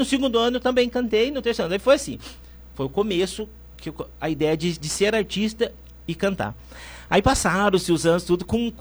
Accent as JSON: {"language": "Portuguese", "town": "Taubaté", "region": "São Paulo", "country": "Brazil", "tie": "born or raised there", "also_born_or_lived": "Aparecida", "moved": "as an adult", "said": "Eu morei desde os 5 anos até os 27 anos em Taubaté. Na casa da minha mãe, que até hoje é no mesmo lugar. E com 27 anos fui para São Paulo."}